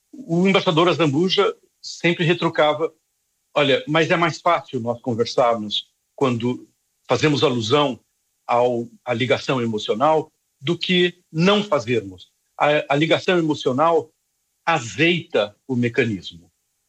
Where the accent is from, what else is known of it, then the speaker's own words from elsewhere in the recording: Brazil; now in Portugal; o João Gabriel e eu, que somos brasileiros a viver em Portugal, sabemos disso